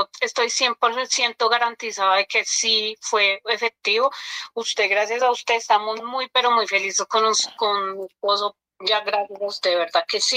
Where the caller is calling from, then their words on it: Villapinzón, Cundinamarca, Colombia; lo estoy llamando desde Villapinzón, Cundinamarca.